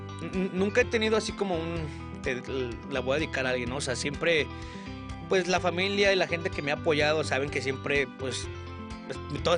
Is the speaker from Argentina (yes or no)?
no; Mexico